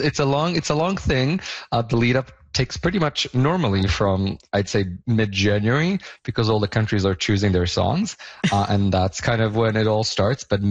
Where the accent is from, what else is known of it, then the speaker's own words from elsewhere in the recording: Bosnia & Herzegovina; now in Canada; I was born and raised in Europe. I'm originally from Bosnia-Herzegovina